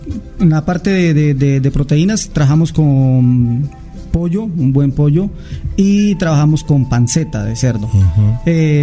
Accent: Santa Marta, Magdalena, Colombia; de Santa Marta, sí, señor.

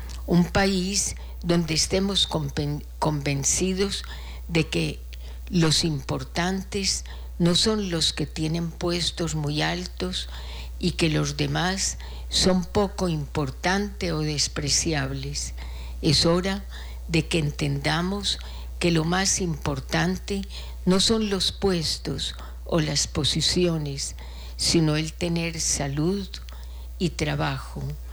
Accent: Colombia; moved away; Llevamos el pecado de ser colombianos.

